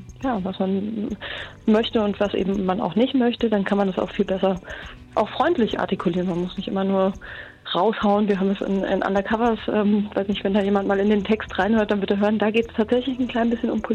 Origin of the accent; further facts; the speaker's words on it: Hesse, Germany; Kommt aus meiner alten Heimat, aus Hessen.